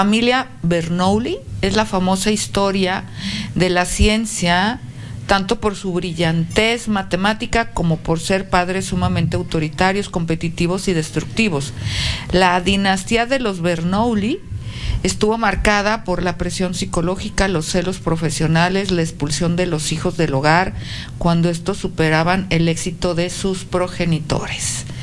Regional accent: Soledad, Atlántico, Colombia; Buenos días, Mari Carmen.

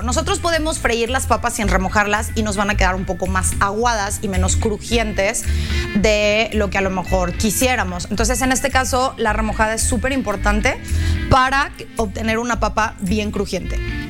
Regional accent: Mexico; para nosotros como mexicanos

